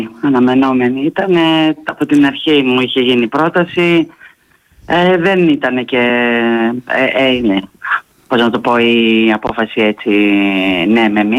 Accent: Tilos, South Aegean, Greece; Αγαπάω πάρα πολύ το νησί μου. Για μένα η Τήλος δεν είναι απλά ο τόπος καταγωγής μου, δεν είναι μόνο οι άνθρωποι που ζουν πάνω σε αυτό το νησί, είναι οι άνθρωποι μου που έζησαν εδώ, που θαύτηκαν εδώ

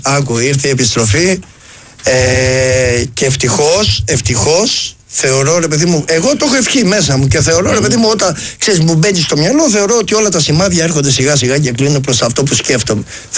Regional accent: Kyllini, Western Greece, Greece; Από την Αμαλιάδα. Βασικά με την Κυλίνη. Ψαροχώρη της Κυλίνης.

